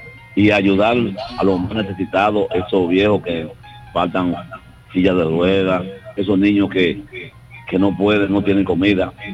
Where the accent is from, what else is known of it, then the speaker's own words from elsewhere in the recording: Villa Altagracia, San Cristóbal, Dominican Republic; mi pueblo, y hacia el bonicito de Villa Altagracia